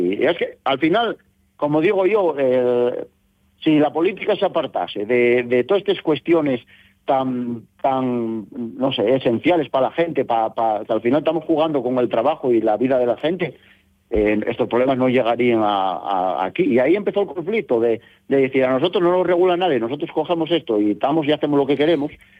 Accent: Mieres, Asturias, Spain; yo soy un ganadero de Mieres que fui allí

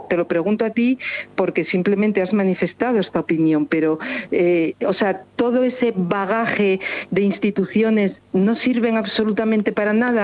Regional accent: Spain

